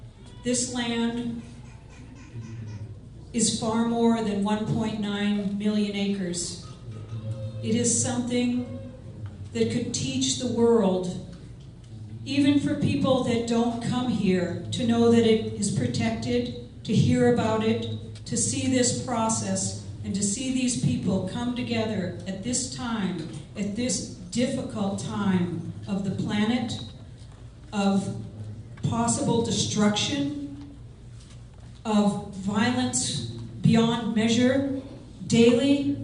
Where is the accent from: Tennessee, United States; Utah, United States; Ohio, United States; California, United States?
Utah, United States; Bluff; I'm from Bluff. I'm a business owner here, lived here 30 years.